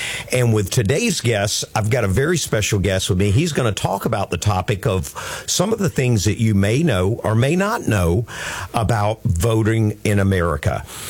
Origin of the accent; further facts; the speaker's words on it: Georgia, United States; Georgia, where I'm from, my home state of Georgia, we certainly saw fraud in that state in 2020.